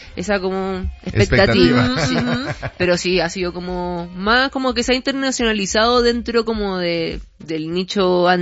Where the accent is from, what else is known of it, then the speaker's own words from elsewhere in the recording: Chile; yo vengo de Chile, imagínate, del fin del mundo, soy una banda muy de nicho y soy gay